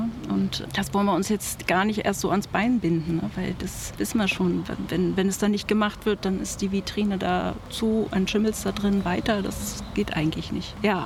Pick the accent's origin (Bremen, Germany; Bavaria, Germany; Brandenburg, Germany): Brandenburg, Germany; Potsdam; Ja, ich weiß nicht, ich komme aus Potsdam. Ich bin Potsdamerin und Land Brandenburg.